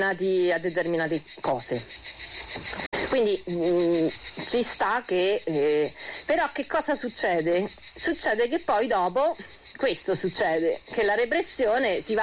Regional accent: Rome, Lazio, Italy; moved away as an adult; now in Val di Susa, Italy; Io in valle vivo da 10 anni, vengo da Roma, forse come un pochino si sente

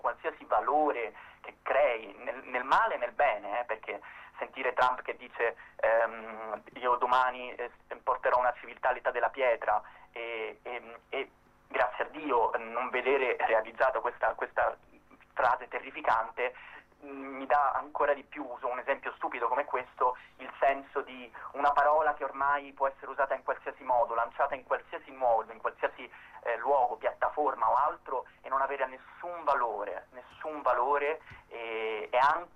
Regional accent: Rome, Lazio, Italy; now in Milan, Italy; Io sono di Roma originariamente

